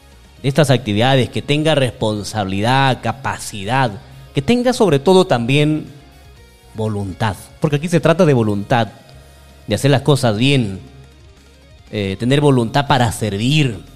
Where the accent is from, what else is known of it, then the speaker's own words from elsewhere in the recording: Cutervo, Cajamarca, Peru; Son los que somos de Cutervo, los que vivimos en esta tierra.